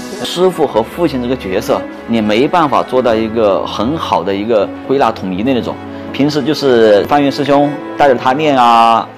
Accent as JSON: {"language": "Chinese", "region": "Sichuan", "country": "China"}